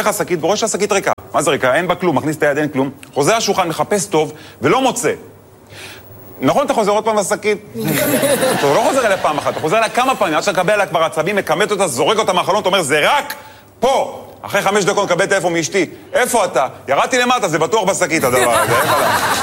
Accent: Netanya, Central District, Israel; האמת, אני גדלתי בנתניה.

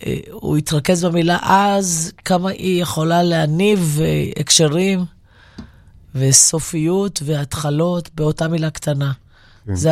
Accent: Or Yehuda, Tel Aviv District, Israel; born there; first language Judeo-Arabic (Baghdadi); Hebrew is a second language; אני נולדתי ודיברתי ערבית עד גיל 5. במעברה בכפר אנה אור יהודה.

